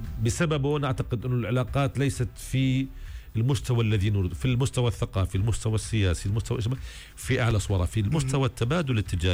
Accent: Sousse, Sousse Governorate, Tunisia; يعني إحنا من سوسة على سبيل المثال

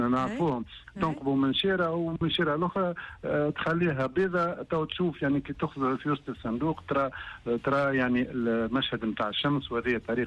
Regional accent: Tunisia; نحن في تونس

